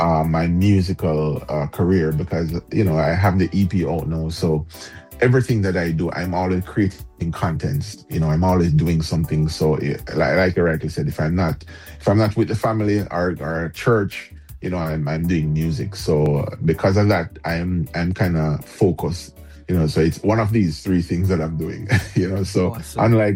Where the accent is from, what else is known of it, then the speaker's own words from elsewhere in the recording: Jamaica; moved away; growing up in Jamaica is a big thing